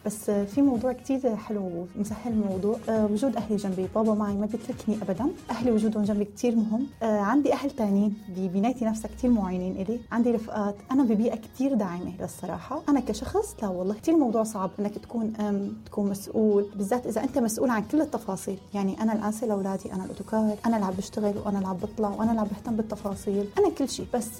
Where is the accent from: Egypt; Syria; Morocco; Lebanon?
Syria; moved away; ونحن كسوريين محبوبين بالإمارات. يعني أنا عن تجربتي، أنا سلال تجربتي شي 7 سنين تاكل، بس نحن كسوريين شعب محبوب بالإمارات.